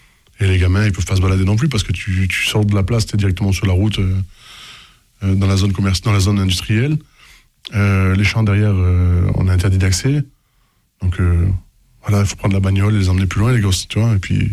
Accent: France; moi je suis Manouche, de famille française … Donc on est là, il y a des registres en mairie qui attestent qu'on est là depuis les années 1400 et quelques

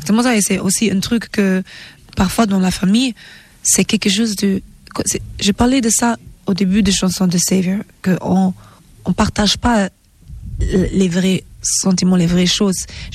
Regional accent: Germany; J'aime les bretzels aussi parce que j'ai grandi en Allemagne et j'aime le foufou et le okra et le egusi de Nigeria.

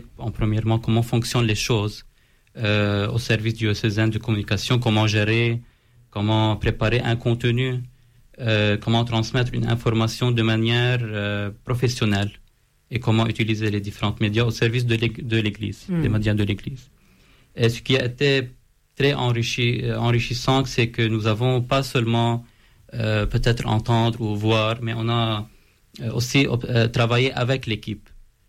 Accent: Lebanon; chez nous au Liban

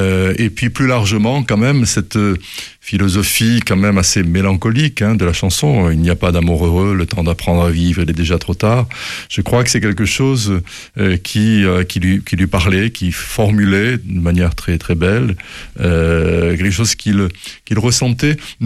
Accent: Guéret, Nouvelle-Aquitaine, France; moved away; après avoir été dans mon enfance à Guéret, donc dans l'appartement que mes parents occupaient

